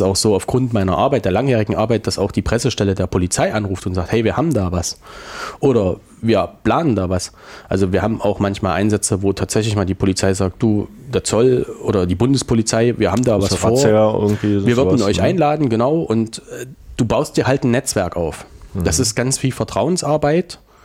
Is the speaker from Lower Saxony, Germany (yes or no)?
no; Weimar, Thuringia, Germany; Ich bin gebürtiger Weimarer, befasse mich ganz viel mit der Stadtgeschichte.